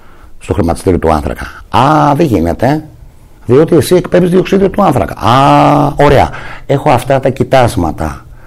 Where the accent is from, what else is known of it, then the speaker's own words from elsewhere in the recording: Aliveri, Central Greece, Greece; στο Αλιβέρι την. Γενέτειρά μου, την ιδιαίτερη πατρίδα μου, το Αλιβέρι Ευβίας